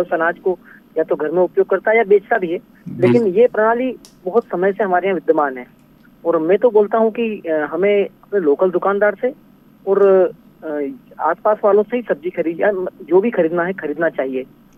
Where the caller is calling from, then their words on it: Madhya Pradesh, India; ग्राम लोध तहसील तराना से बोल रहा हूँ।